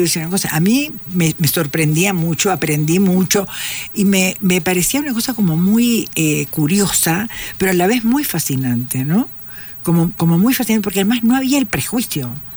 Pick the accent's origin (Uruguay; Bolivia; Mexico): Uruguay; now in Ecuador; para una uruguayita tonta